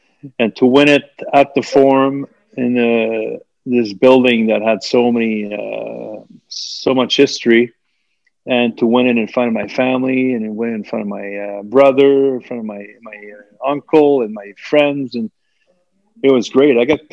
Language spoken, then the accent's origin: English; Montreal, Quebec, Canada; Yeah, well, like I said, I was a kid from Montreal